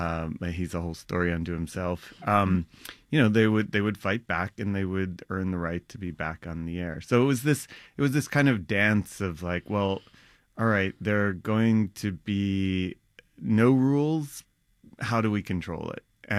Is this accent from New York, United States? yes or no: yes; Brooklyn, New York, United States; I mean, I grew up in Brooklyn as well